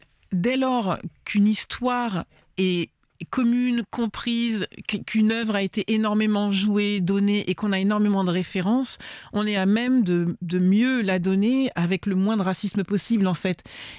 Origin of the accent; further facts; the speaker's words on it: French Antilles, France; moi je suis originaire des Antilles françaises.